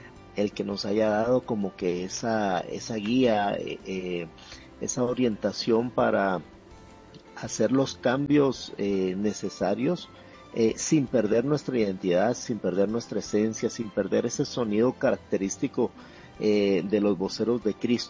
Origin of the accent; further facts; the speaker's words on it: Venezuela; born there; pero yo nací en Venezuela.